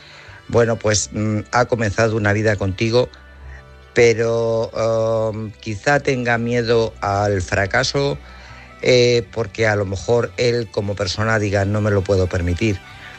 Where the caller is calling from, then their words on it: Guadalajara, Castilla-La Mancha, Spain; de Guadalajara.